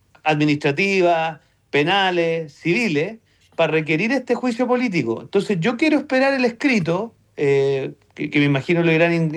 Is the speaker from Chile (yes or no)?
yes; Chile